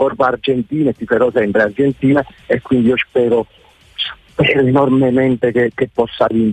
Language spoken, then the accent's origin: Italian; Naples, Campania, Italy; noi basta ci guardiamo in galluccio e siamo napoletani e siamo Maradona